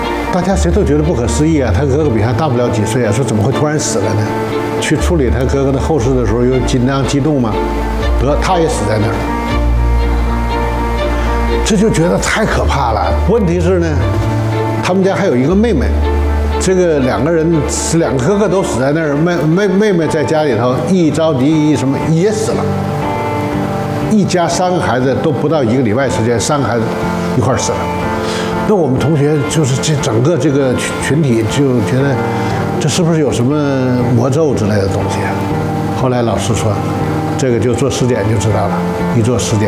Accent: Yitong County, Jilin, China; moved away as an adult; 我是1960年出生的，在我们吉林省义通县大沽山镇的一个乡村，祖祖辈辈都是以农业生产为生的。

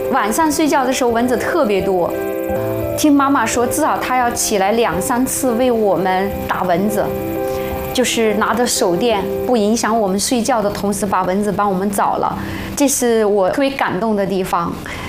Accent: Sichuan, China; 然后我们四川人是离不开泡菜的，家家户户都要泡泡菜，但是十家有十个味道。

